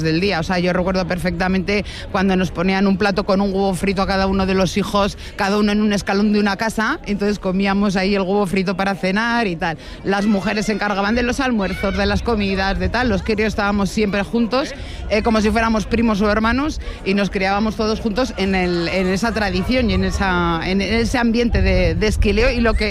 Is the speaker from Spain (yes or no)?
yes; Logroño, La Rioja, Spain; also born or lived in Brieva de Cameros; soy de Brieva de Cameros, casi nazco aquí, porque mis padres vivían aquí en Brieva de Cameros cuando éramos pequeños. Yo soy la cuarta de seis hermanos y justo cuando nací yo ya se bajaron a Logroño.